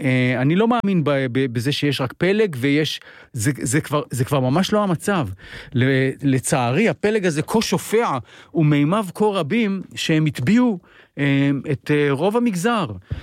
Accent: Jerusalem, Jerusalem District, Israel; אני ירושלמי.

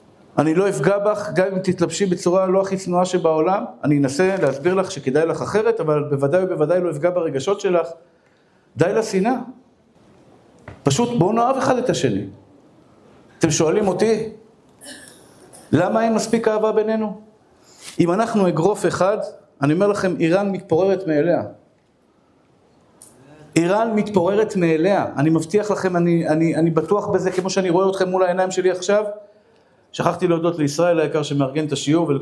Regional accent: Bnei Brak, Tel Aviv District, Israel; אני דוס מבני ברק, אני חרדי.

